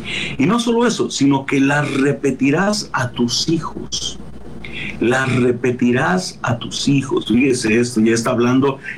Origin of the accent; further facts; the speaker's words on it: Mexico; Nosotros acá en México nos amarramos un hilito en el dedo, ¿verdad?